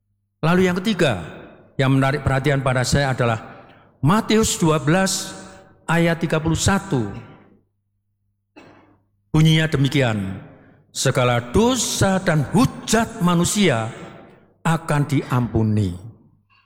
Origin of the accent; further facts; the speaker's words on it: Bogor, West Java, Indonesia; kita sebagai orang Bogor